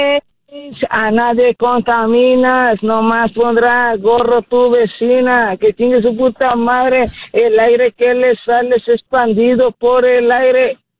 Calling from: Monterrey, Nuevo León, Mexico; Desde Monterrey, Nuevo León.

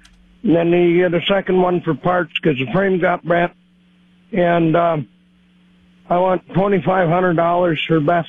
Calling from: Beaver Creek, United States

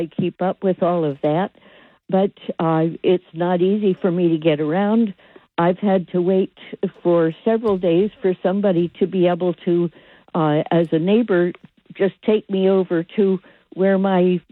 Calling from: Plainsboro, New Jersey, United States; By zoning, it puts me in Princeton, but I'm basically in Plainsboro, and I can hear Route 1.

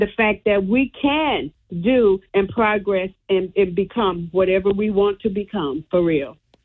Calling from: Milwaukee, Wisconsin, United States; It's a great day in Milwaukee.

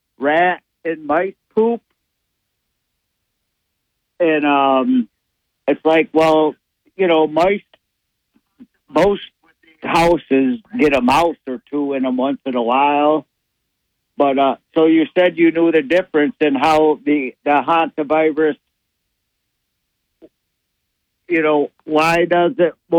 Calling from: the ward, New York, United States; from the ward.

